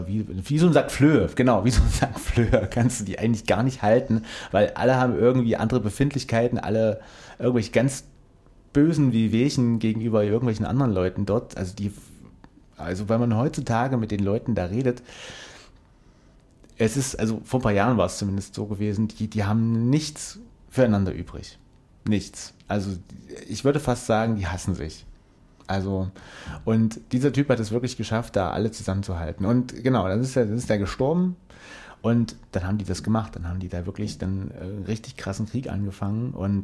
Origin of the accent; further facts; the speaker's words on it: Germany; als Deutscher bist du da wirklich, die tragen dich auf Händen da, weil du bist Deutscher.